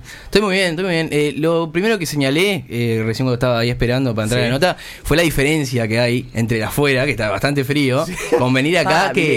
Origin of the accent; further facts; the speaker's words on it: Progreso, Canelones, Uruguay; montevideana, nosotros somos de Progreso igual.